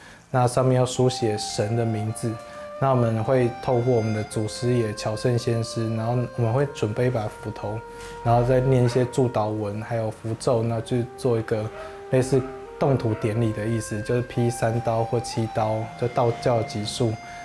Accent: Lukang, Changhua County, Taiwan; 好险是生长在鹿港，因为从小在那个环境的熏陶

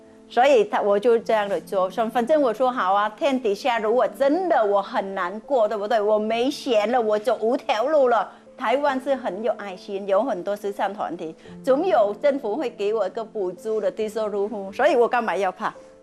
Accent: Vietnam; 家讲我是越南妈妈的

